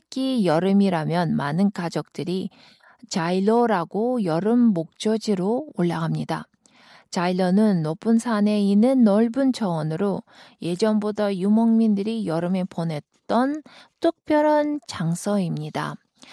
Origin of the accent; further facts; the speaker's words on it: Kyrgyzstan; now in South Korea; 저는 키르기스탄에서 태어난 지금 대한민국에서 생활하고 있습니다.